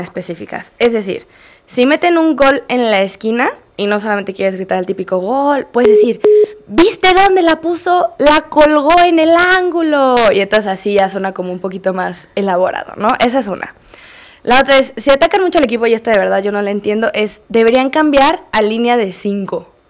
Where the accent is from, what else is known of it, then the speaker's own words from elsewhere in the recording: Mexico; que somos muy afortunados como mexicanos de recibir a tantos extranjeros